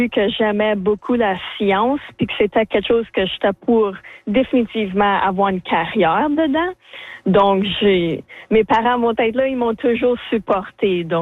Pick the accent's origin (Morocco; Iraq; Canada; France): Canada; Sudbury, Ontario; je suis de Sudbury